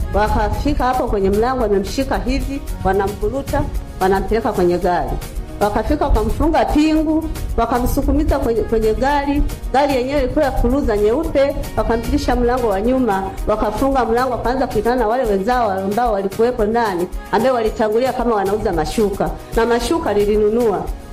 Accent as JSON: {"language": "Swahili", "town": "Manyoni", "region": "Singida", "country": "Tanzania", "said": "Nimetoka Manyoni. Nimetoka Manyoni baba."}